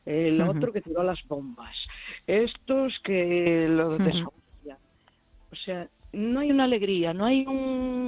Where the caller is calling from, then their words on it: Galicia, Spain; Pues soy la del Barbanza